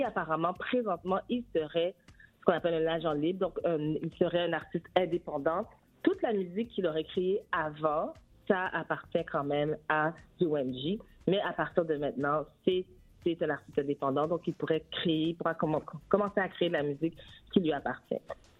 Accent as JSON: {"language": "French", "country": "Canada", "said": "On est Canadien"}